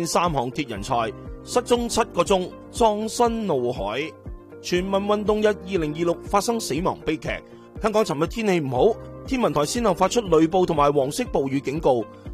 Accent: Canada; 而我发觉好多时候我哋作为加拿大人，我哋对呢方面真係不闻不问㗎喎

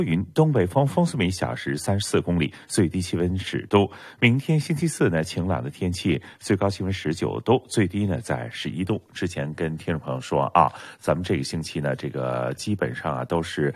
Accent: Canada

